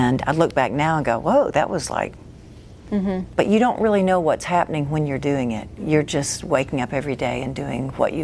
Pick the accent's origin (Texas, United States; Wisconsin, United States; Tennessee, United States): Tennessee, United States; Nashville; It's funny because I grew up in Nashville, which is such a great, amazing music community.